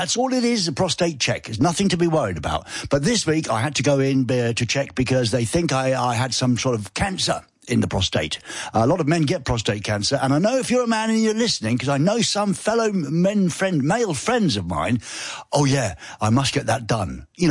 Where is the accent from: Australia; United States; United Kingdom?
United Kingdom; England; You know, I'm an Englishman.